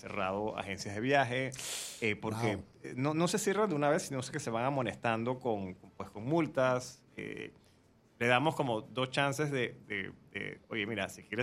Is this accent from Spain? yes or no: no; Panama; como panameños todos debemos ser guías